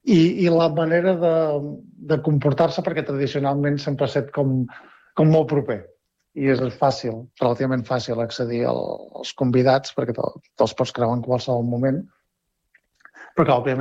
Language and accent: Catalan; Catalonia, Spain; Jo en el meu cas vinc del Ripollès